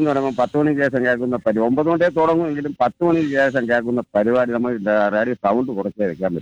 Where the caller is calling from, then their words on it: Azhikode, Kerala, India; ഞാൻ അഴിക്കോട്ടല്ലേ, ഞാൻ അഴിക്കോട്ട് നിന്ന്